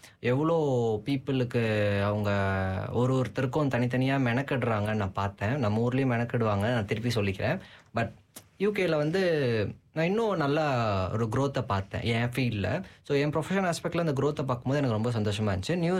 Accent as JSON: {"language": "Tamil", "country": "India", "moved": "as an adult", "said": "நான் இந்தியா தான் சொன்னேன் இல்லையா, நான் இந்தியால இருந்து ஏன் மெயினா வந்தேன்னா, நான் அங்க ஒர்க் பண்ணிட்டு இருந்தேன்."}